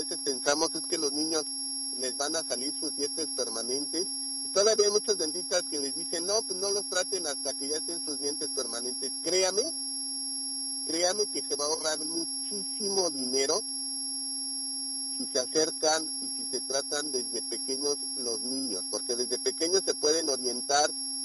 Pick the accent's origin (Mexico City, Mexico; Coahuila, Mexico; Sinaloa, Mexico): Mexico City, Mexico; Tláhuac; ¿Qué puedo hacer? Soy de Tláhuac.